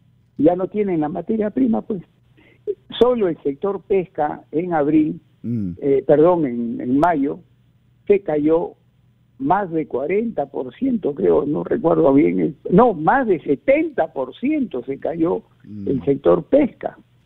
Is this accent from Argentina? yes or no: no; Peru; ya somos los peruanos